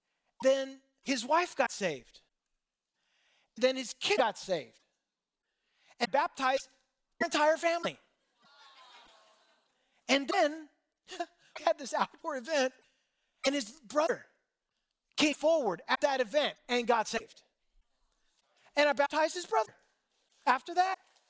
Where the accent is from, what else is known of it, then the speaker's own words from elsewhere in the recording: United States; We grew up in Orange County.